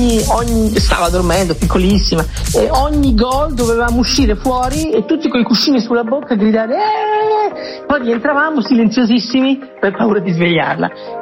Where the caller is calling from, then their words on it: Rome, Lazio, Italy; io sono di Roma